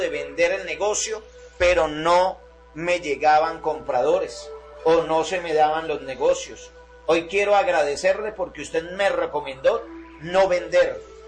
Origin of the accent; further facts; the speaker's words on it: Armenia, Quindío, Colombia; Hermano de la perfumería Quanon, soy de aquí de Armenia.